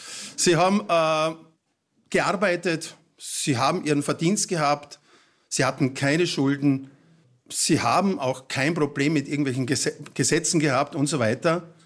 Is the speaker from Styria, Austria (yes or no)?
no; Halbturn, Burgenland, Austria; Vor 28 Jahren habe ich im Gemeindearchiv von Halbdurn, das ist mein Heimatort